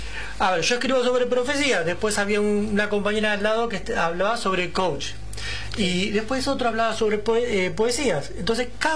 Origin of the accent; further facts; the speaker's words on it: Quilmes, Buenos Aires Province, Argentina; soy de Quilmes